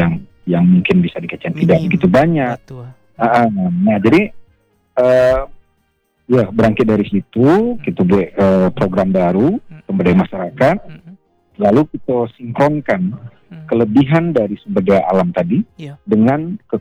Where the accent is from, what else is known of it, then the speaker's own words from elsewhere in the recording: West Sumatra, Indonesia; also born or lived in Bali; kita orang Minang